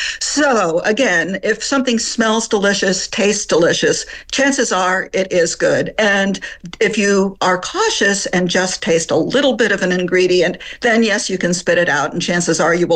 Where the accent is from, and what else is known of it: Appalachia, United States; born or raised there; also born or lived in France